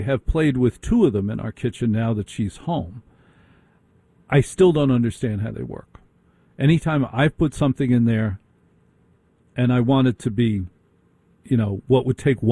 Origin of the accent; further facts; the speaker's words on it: United States; You and I as Americans like to buy options.